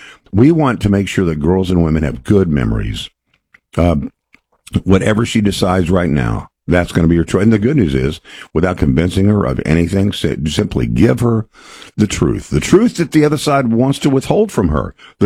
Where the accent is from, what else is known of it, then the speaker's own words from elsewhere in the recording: Texas, United States; Texas, very, very conservative on this issue, my home state